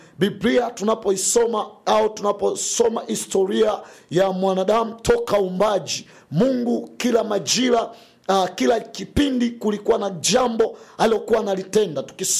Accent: Tanzania; na wewe Mtanzania mwenzangu

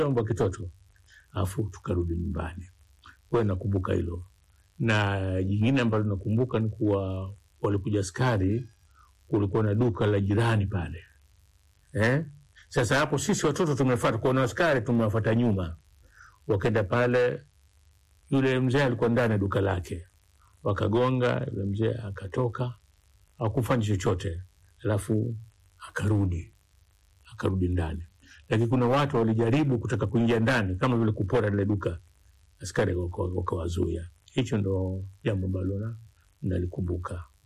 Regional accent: Kinondoni, Dar es Salaam, Tanzania; nyumbani kwetu Kinondoni Mtasikenge, na shule nilikuwa nasoma mimi hapa kwa mbali, dakika 5-10 na kunishafika.

